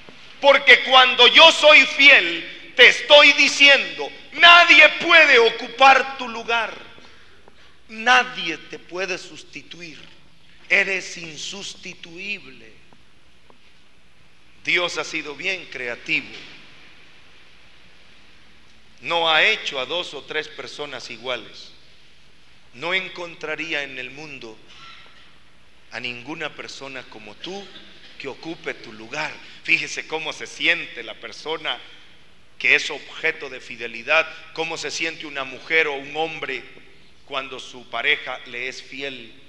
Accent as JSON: {"language": "Spanish", "country": "Guatemala", "said": "Yo vengo de un país de Centroamérica que se llama Guatemala, en donde el grito, el clamor popular es fusilen a los secuestradores."}